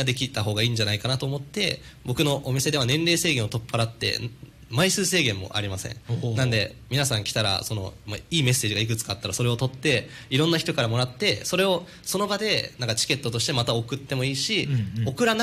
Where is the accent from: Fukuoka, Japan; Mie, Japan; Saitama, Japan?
Fukuoka, Japan; 地元福岡、